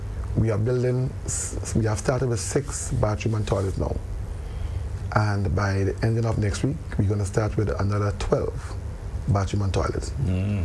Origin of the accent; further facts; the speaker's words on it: Grenada; growing up in the South